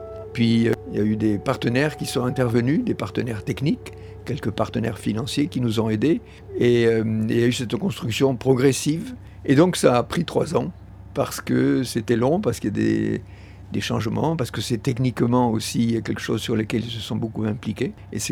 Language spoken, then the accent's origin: French; Occitanie, France; moi, je suis originaire du Tarn.